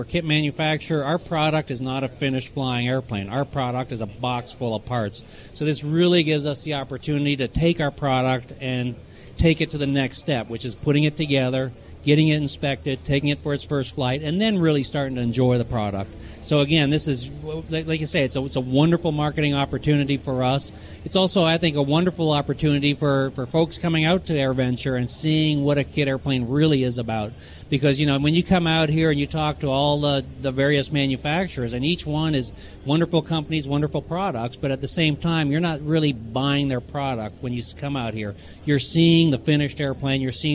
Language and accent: English; Missouri, United States; You know, we're from Missouri, the show me state.